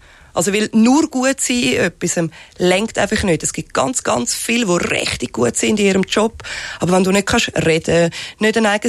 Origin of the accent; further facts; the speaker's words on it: Switzerland; first language Swiss German; now in Germany; Aber es ist auch jetzt gerade für mich unheimlich entspannend, Schweizerdeutsch zu reden. Weil das ist meine Muttersprache und nicht Hochdeutsch. Und das Schlimme ist halt einfach, ich bin in Deutschland immer ein Ausländer und in der Schweiz mittlerweile der Fremdgeher.